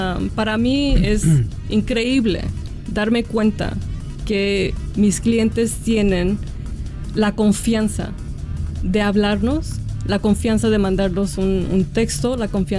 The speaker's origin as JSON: {"language": "Spanish", "region": "Jalisco", "country": "Mexico", "moved": "yes", "lives_now": "Aurora, United States", "said": "Soy mexicana. Soy de Jalisco, eso. Con más exactitud. la típica jalisciense, ¿no? Uh-huh. Vivo en Aurora."}